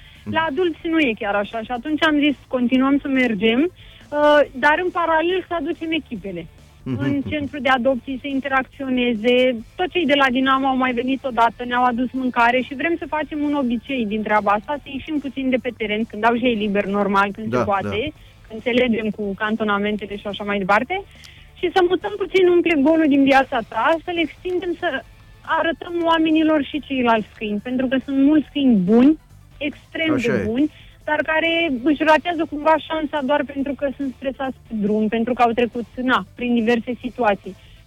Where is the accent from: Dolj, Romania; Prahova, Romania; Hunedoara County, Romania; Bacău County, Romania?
Dolj, Romania; eu sunt din Dolj, atunci tindeam spre Craiova.